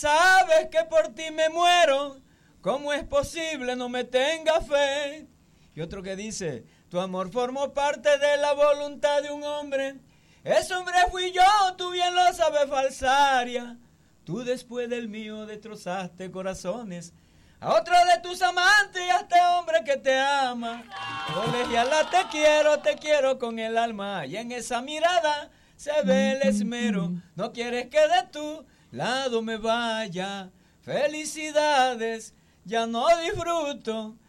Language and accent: Spanish; Valledupar, Cesar, Colombia; Yo soy de Valledupar, la tierra de los cantores.